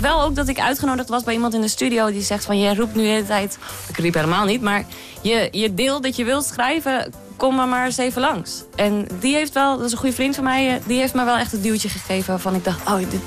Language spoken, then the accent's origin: Dutch; Drenthe, Netherlands; now in Groningen, Netherlands; Ik ben opgegroeid in Drenthe.